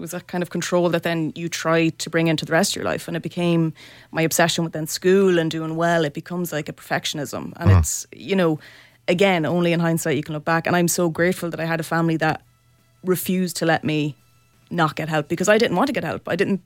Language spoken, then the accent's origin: English; Meath, Leinster, Ireland; he's Cav and … I just think we've had similar experiences growing up, and we're growing up in rural kind of areas.